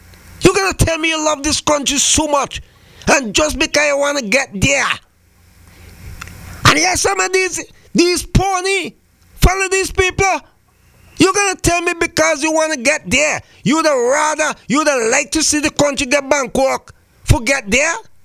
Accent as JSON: {"language": "English", "country": "Antigua & Barbuda", "said": "Mrs. Bikai happened down in my hometown too. But these people, you know, these people are desperate. Same country you pull down. Because if me gonna, if me live in America, I may never talk about Antigua so bad."}